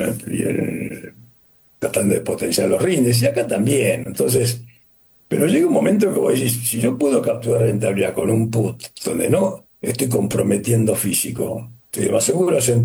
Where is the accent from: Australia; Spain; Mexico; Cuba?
Australia; Spanish is a second language; Para el resto del mundo, yo vengo de Australia, para los australianos el niño es un drama, es sequía.